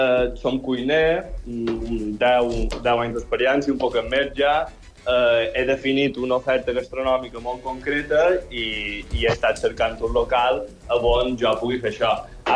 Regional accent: Montuïri, Balearic Islands, Spain; Així com jo som de Montuïri

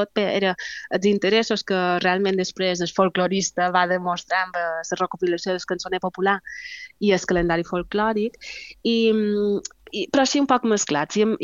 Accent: Mallorca, Balearic Islands, Spain; la nostra idiosincràsia com a societat mallorquina

